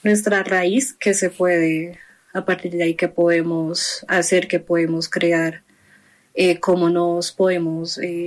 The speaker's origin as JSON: {"language": "Spanish", "region": "Bogotá", "country": "Colombia", "tie": "born or raised there", "said": "a pesar de haberme criado acá en Bogotá, igual como que dentro de un contexto de familia cartagenera como que la viví."}